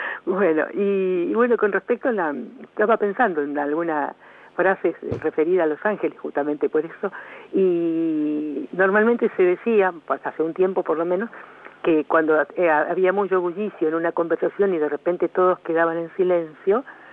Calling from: Chascomús, Buenos Aires Province, Argentina; de Chascomús.

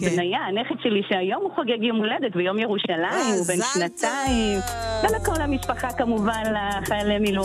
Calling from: Beit Shemesh, Jerusalem District, Israel; אני מבית שמש.

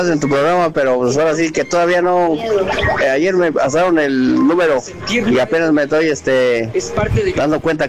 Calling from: Hidalgo, Mexico; aquí del Venado.

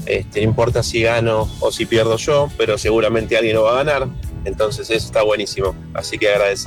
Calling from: San Isidro, Buenos Aires Province, Argentina; de San Isidro

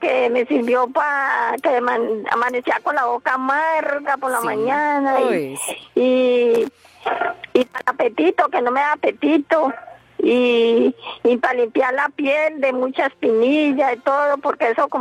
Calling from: Puerto Boyacá, Boyacá, Colombia; De Puerto Boyacá.

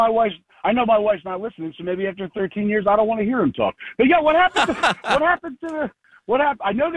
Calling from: Philadelphia, Pennsylvania, United States; We're from Philadelphia.

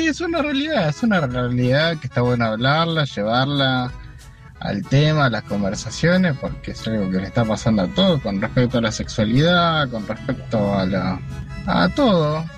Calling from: Pilar, Buenos Aires Province, Argentina

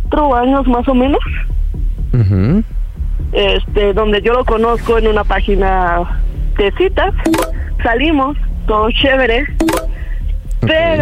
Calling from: Mexico City, Mexico; Soy de la Ciudad de México y tengo 27 años.

